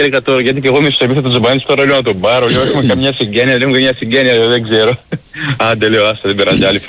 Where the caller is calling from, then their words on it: Cyprus; Γεια σου, φίλε μου Κώστα. … από Κύπρο.